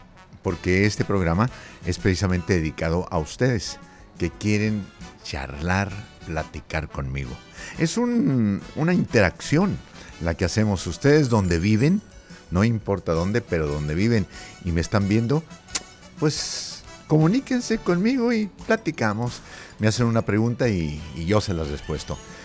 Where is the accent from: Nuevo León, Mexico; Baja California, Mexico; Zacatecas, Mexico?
Zacatecas, Mexico; Tlaltenango; nació su servidor en la bellísima población de Tlaltenango, Zacatecas. Mi tierra natal.